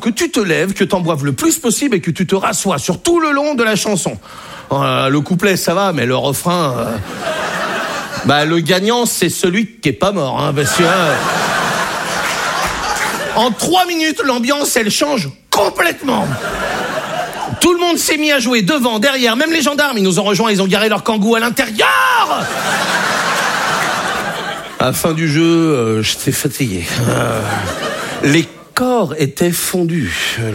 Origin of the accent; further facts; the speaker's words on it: Brittany, France; Je suis breton, hein, moi j'ai été accepté en Bretagne